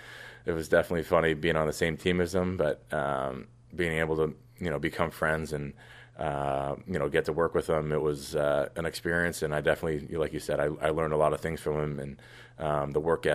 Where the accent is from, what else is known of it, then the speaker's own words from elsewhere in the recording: Toronto, Ontario, Canada; for me growing up in Toronto